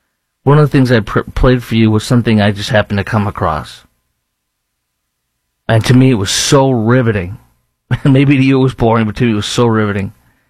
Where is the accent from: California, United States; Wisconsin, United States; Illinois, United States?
Illinois, United States; Chicago; now in Dallas, United States; I'm born and raised in Chicago.